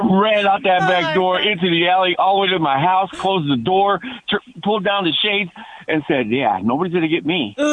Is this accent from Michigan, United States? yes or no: no; Chicago, Illinois, United States; moved away; I grew up in Chicago, in the south side of Chicago.